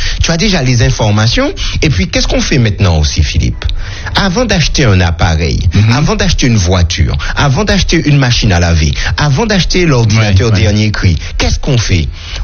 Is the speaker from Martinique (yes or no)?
yes; Martinique; Eh bien, nous sommes chez nous en Martinique, et puis nous sommes capables de commander en Chine